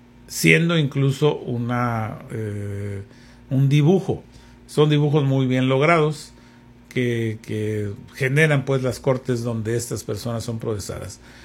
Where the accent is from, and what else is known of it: Mexico